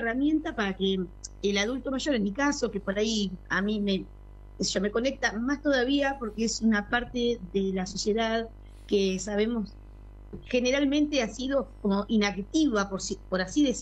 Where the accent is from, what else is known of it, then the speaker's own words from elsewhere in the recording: Buenos Aires Province, Argentina; somos sureros por esencia, somos bonaerenses